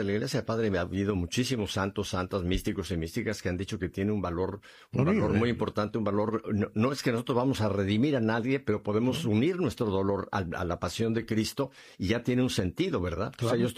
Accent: Mexico; accent: Mexican, somewhat Asturian; Mi acento es más mexicano y a veces asturiano un poco.

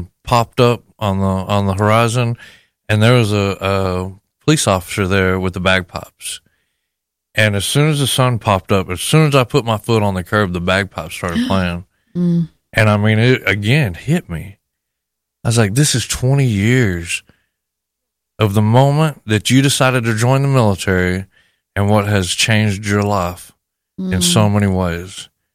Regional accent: McCamey, Texas, United States; Well, I grew up in McCamey, which was just south of Odessa, Midland.

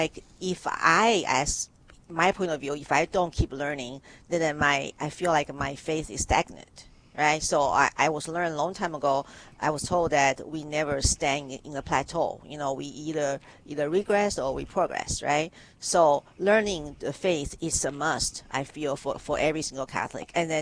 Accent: Taiwan; born or raised there

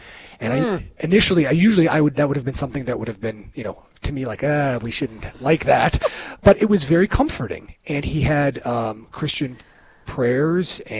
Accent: Oconomowoc, Wisconsin, United States; And so I grew up in Oconomowoc, Wisconsin. I went to St. Bruno's, but I was not able to get confirmed because I just wasn't feeling it.

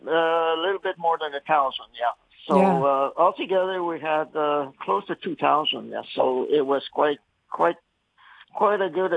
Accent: France; now in St. Malo, France; those years, every French person was a Catholic. Mm. So the church in those days was really full. And I grew up with in the Catholic faith.

